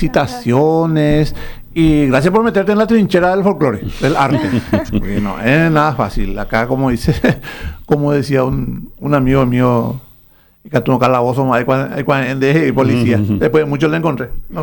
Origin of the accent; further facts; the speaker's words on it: Paraguay; parte de nuestra cultura en Paraguay.